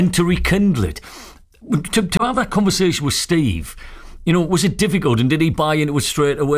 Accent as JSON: {"language": "English", "town": "Stockton-on-Tees", "region": "North East England", "country": "United Kingdom", "tie": "born there", "also_born_or_lived": "County Durham", "said": "I'm an adopted Teesside. I was born in Stockton, lived in County Durham"}